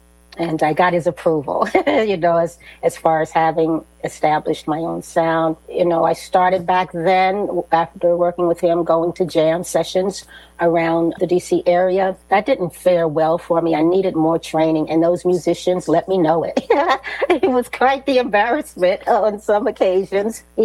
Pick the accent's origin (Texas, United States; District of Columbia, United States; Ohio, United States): District of Columbia, United States; Washington; Oh, well, I grew up, I'm from Washington, D.C., and I still live here. I was raised by my grandmother and her daughter, who is my aunt, was my aunt.